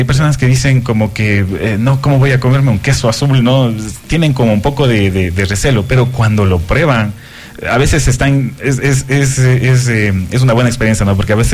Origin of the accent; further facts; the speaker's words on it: Cuenca, Azuay, Ecuador; Somos cuencanos, la verdad.